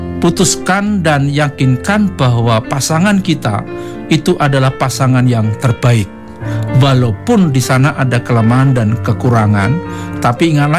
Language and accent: Indonesian; Java, Indonesia; Seperti saya dengan Ibu Oli, saya Jawa, Ibu Oli itu orang Ambon, itu pola seleranya makan sudah berbeda sekali.